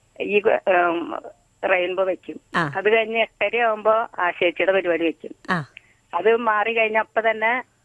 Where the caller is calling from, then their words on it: Angamaly, Kerala, India; ഞാൻ അങ്കമാലി.